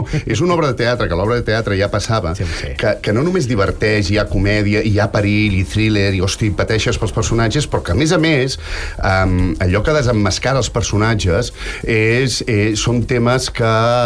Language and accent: Catalan; Catalonia, Spain; Nosaltres som catalans